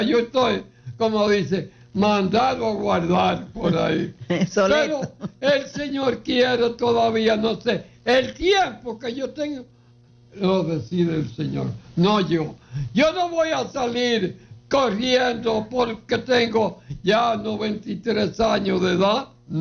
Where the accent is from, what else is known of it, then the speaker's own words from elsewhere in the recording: Dominican Republic; born there; yo amo mi país, la República Dominicana, donde yo nací.